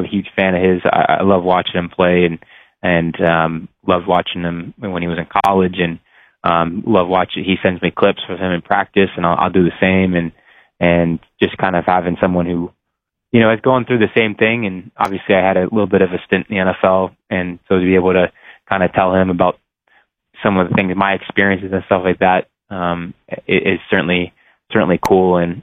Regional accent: Canada; it's been awesome to be able to do it here in my home country.

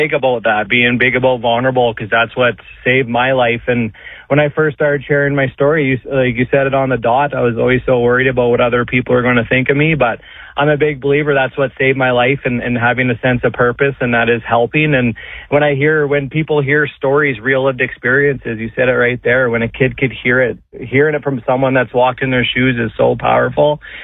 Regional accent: Kindersley, Saskatchewan, Canada; So, like you said, I'm from Kindersley, Saskatchewan, and like every other young kid in Saskatchewan or Western Canada, a big dream of everyone is being a hockey player

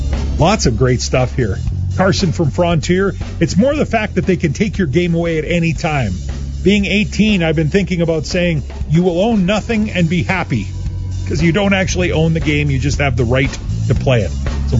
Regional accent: Regina, Saskatchewan, Canada; I'm 24 from Regina, and I've been a gamer for a lot of my life.

